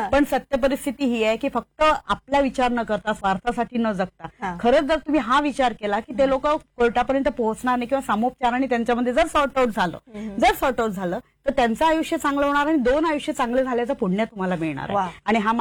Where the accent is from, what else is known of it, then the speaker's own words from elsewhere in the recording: Akola, Maharashtra, India; moved away; अकोला, जे नागपूर साईडला जे अकोला आहे त्या अकोल्याचं माझं माहेर आहे. आणि लहानपणापासून संघ परिवारामध्ये वाढलेली आहे